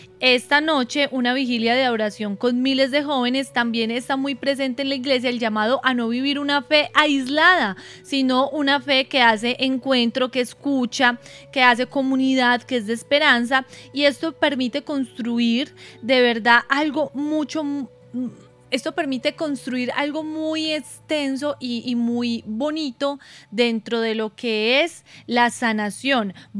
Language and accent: Spanish; Antioquia, Colombia